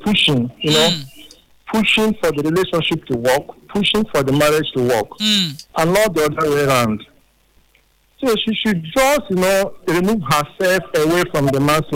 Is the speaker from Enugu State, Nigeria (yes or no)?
yes; Enugu, Enugu State, Nigeria; from Enugu.